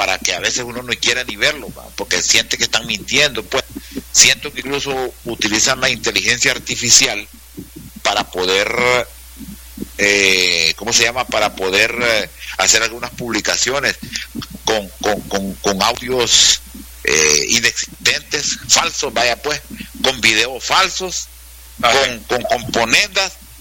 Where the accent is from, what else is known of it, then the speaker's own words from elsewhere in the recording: Honduras; nosotros, como seres humanos acá, como hondureños